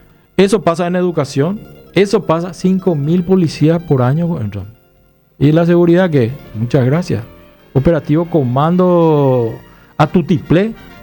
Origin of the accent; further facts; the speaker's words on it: Paraguay; nosotros los paraguayos